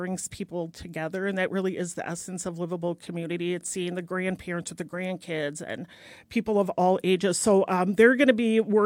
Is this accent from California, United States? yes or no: no; Racine, Wisconsin, United States; Yes, I'm a Racinian, born and raised, so I will never forget them.